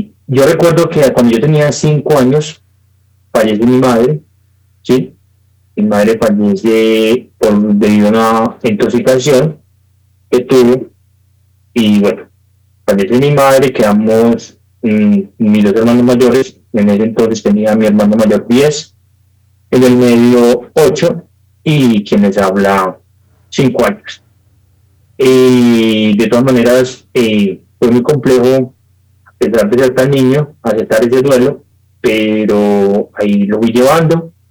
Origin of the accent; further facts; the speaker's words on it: Yarumal, Antioquia, Colombia; soy colombiano del departamento de Antioquia, vivo al norte de un municipio que se llama Yarumal.